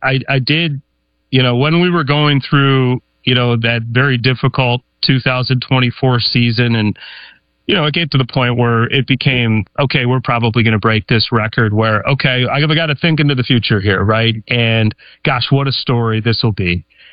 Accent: Detroit, Michigan, United States; I grew up in Detroit, I'm a Lions fan.

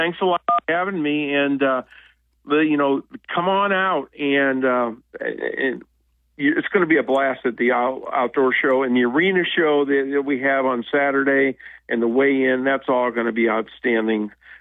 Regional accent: St. Louis, Missouri, United States; moved away; I'm from St. Louis originally

